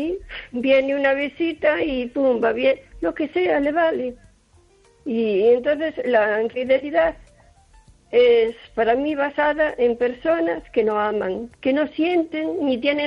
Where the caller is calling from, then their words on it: O Carballiño, Galicia, Spain; de Carballiño.